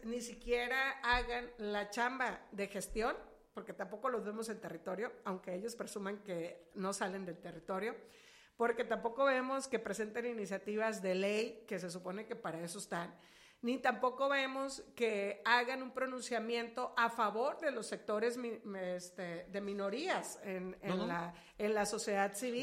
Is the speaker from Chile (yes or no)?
no; Mexico; todos somos mexicanos y mexicanas con las mismas garantías